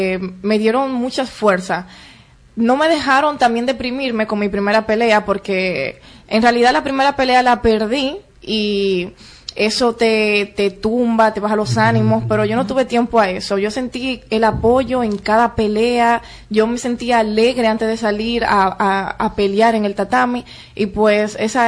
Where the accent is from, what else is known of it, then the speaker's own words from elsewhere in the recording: Dominican Republic; aquí en mi país.